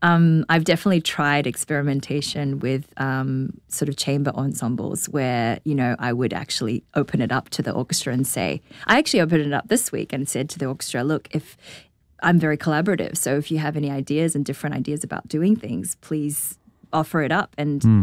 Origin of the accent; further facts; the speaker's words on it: New Zealand; moved away; also born or lived in Shanghai, China / Australia; I'm a global citizen. I was born in Shanghai. I grew up in New Zealand. I studied in Australia.